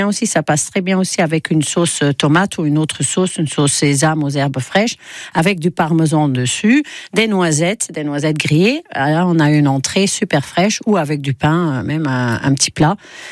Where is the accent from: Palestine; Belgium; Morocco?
Belgium; Ghent, Flanders; accent: Belgian; moved away; je suis de Gand.